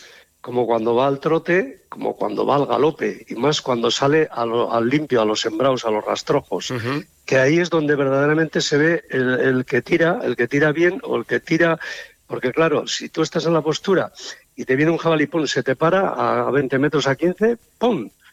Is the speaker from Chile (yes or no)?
no; Cáseda, Navarre, Spain; born there; Bueno, pues soy de Cáseda, Navarra, y ahí es donde aprendí con mi padre a ir tirando, a ir cazando